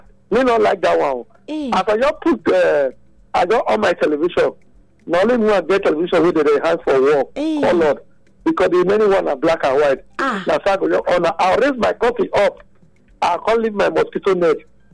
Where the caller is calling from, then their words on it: Nigeria; I'm calling from Mogigi.